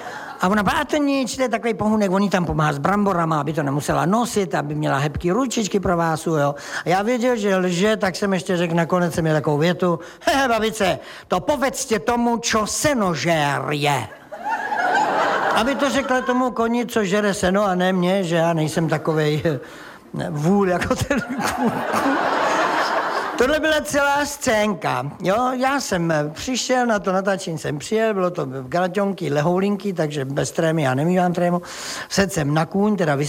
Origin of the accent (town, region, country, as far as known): South Bohemian Region, Czechia